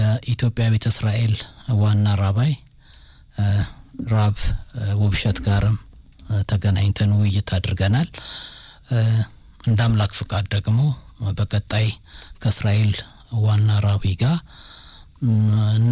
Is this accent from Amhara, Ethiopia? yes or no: no; Kechene, Addis Ababa, Ethiopia; ቀጨኔ ከሚኖረው እኔ አሁን ቀጨኔ ነው ተወልጄ ያደኩት።